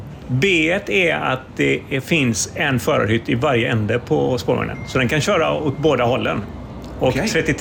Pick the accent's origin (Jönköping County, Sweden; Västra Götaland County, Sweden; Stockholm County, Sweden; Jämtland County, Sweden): Västra Götaland County, Sweden; Gothenburg; Det där gnisslet är man ju uppvuxen med som göteborgare.